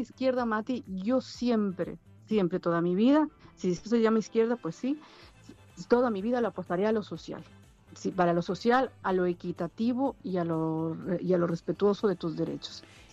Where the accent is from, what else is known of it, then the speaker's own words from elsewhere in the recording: Ecuador; now in Canary Islands, Spain; soy española, soy ecuatoriana con papeles en regla. Yo sigo siendo ecuatoriana, no ha cambiado ni mi identidad ni mis raíces.